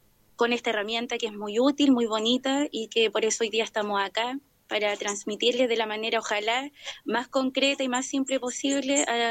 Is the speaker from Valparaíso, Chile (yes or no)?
no; Concepción, Biobío, Chile; moved away as an adult; now in Arica, Chile; Actualmente estoy en Arica, soy de Concepción, pero viajé hacia Arica, hacia el norte de Chile, para estudiar el tumbe